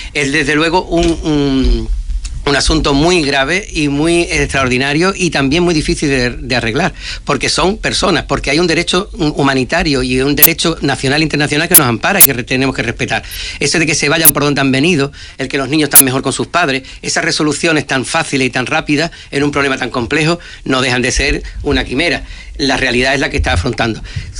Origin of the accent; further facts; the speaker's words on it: Ceuta, Spain; somos y estamos en Ceuta, somos parte de la ciudadanía de Ceuta, somos socialistas y ceutíes, y esas dos cosas no son incompatibles